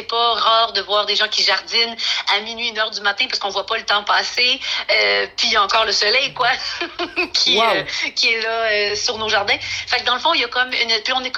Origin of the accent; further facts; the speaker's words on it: Quebec, Canada; moved away as an adult; now in Whitehorse, Canada; moi, j'ai passé la première moitié de ma vie, disons, au Québec, donc je suis originaire du Québec, mais j'ai passé la seconde moitié de ma vie dans le Grand Nord canadien, au Yukon, à Whitehorse.